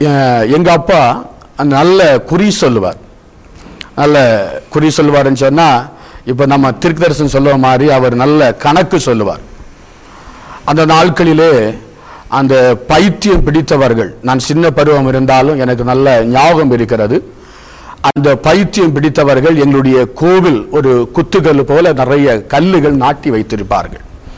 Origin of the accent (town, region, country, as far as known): Kollankodu, Tamil Nadu, India; born or raised there